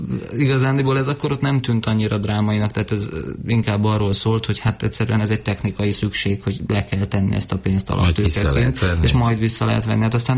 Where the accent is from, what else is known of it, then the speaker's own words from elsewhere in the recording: Gödöllő, Pest, Hungary; mi is gyerekkoromban egy ideig Gödöllön laktunk